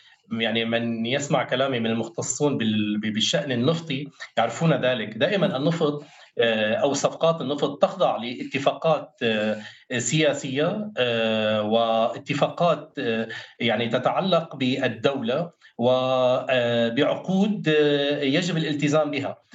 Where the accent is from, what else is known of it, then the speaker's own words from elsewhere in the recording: Syria; أنا كإنسان سوري بسيط وكخبير اقتصادي